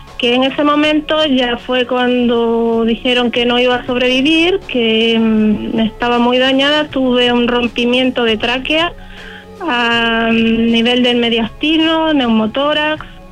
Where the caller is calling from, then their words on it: Santiago, Santiago Metropolitan Region, Chile; Soy de Santiago, pero en este momento estoy en la Quinta Región.